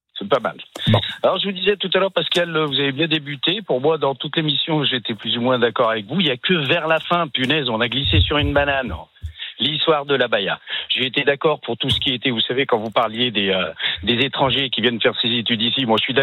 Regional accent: Lyon, Auvergne-Rhône-Alpes, France; moi, je suis né à Lyon, un vrai Lyonnais pur souche. J'ai 50 ans aujourd'hui.

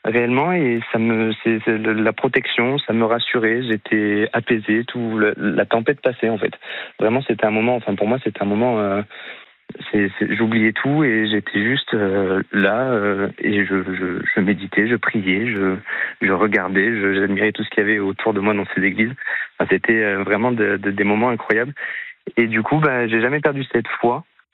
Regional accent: Bordeaux, Nouvelle-Aquitaine, France; Non, alors je suis de Bordeaux.

